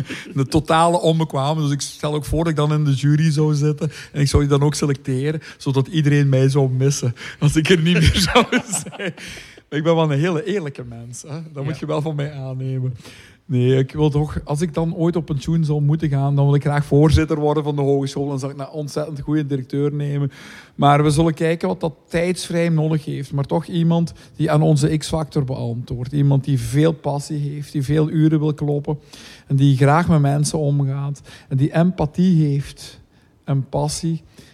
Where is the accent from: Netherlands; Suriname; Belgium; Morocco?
Belgium; Flanders; wij zijn toch Limburgers, maar met een blik op de wereld.